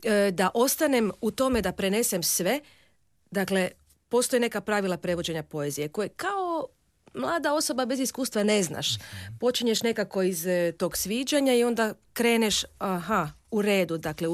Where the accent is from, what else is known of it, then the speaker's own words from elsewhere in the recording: Croatia; accent: Srijem Hungarian dialect; first language Hungarian; Croatian is a second language; selu mojih djeda i bake, koji su svi Mađari. I sad je teško strancu objasniti da sam ja zapravo i cijela moja obitelj, da smo mi Mađari iz Hrvatske.